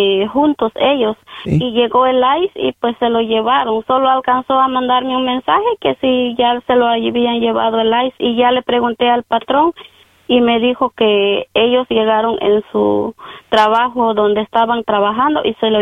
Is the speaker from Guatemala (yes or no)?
yes; Guatemala; No, él es de otro país, él es de Salvador y yo soy de Guatemala.